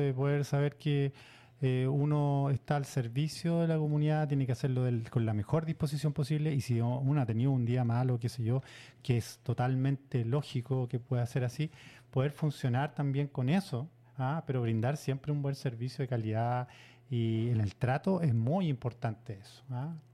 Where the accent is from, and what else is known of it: Chile